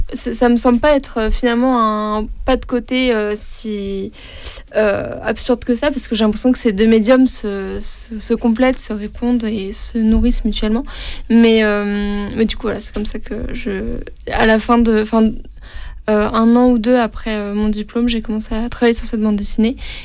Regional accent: Marseille, Provence-Alpes-Côte d'Azur, France; Oui, ben moi, là, je viens de Marseille, donc

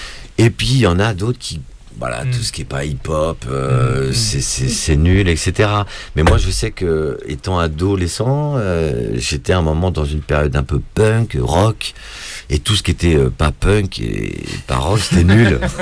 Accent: Malakoff, Île-de-France, France; now in Les Lilas, France; Moi, j'ai grandi en banlieue, hein, je viens de Malakoff, j'ai grandi à. Voilà, et j'habite au Lila maintenant.

